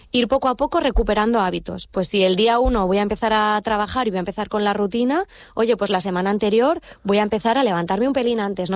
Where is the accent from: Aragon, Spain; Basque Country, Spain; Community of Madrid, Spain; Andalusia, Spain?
Community of Madrid, Spain; Madrid; now in Canary Islands, Spain; Yo vengo de Madrid, donde